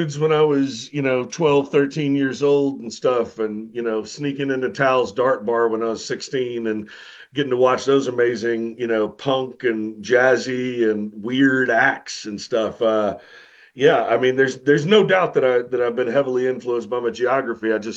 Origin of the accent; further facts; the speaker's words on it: Greenville, Mississippi, United States; how lucky I was that my granddad took me to Clarksdale, that, you know, that I grew up in Greenville, that I went to elementary school in Meridian, and that we go to the Jimmy Rodgers Museum every year.